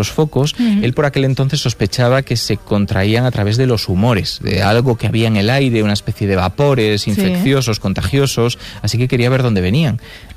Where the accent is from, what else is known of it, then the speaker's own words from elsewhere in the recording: Galicia, Spain; Soy gallego, así que no se trata de ningún tipo de discriminación hacia Coruña